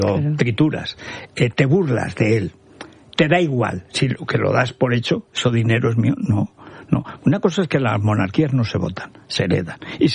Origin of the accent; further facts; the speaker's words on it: Aragon, Spain; Y yo, que eso, no soy nada noruego, porque en Teruel somos pocos noruegos.